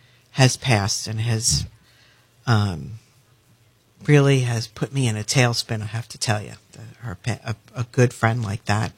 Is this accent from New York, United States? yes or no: yes; Mahopac, New York, United States; I grew up in Mayapack in Putnam County.